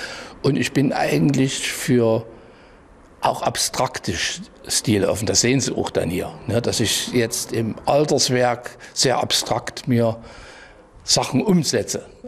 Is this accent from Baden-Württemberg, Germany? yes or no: no; Saxony, Germany; ich bin auf dem Kassberg groß geworden und dort an der Seite meines Kinderzimmers war die Linie 8, die Straßenbahnlinie, die rumpelte dort vorbei.